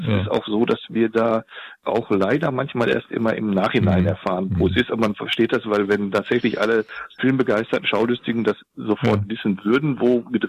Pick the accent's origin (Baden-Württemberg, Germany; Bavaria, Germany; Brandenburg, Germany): Brandenburg, Germany; Potsdam; Also als Potsdamer sieht man das natürlich besonders gut.